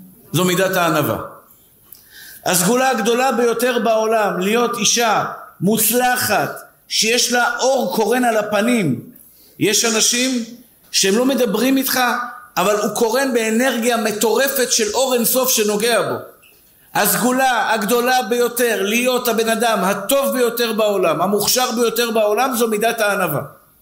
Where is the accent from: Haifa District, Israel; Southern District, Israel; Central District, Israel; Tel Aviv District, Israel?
Tel Aviv District, Israel; Tel Aviv; נולדנו פשוטים. נולדתי בשכונת התקווה. אני מודה לבורא עולם על היחפנות שהייתה לי בשכונה.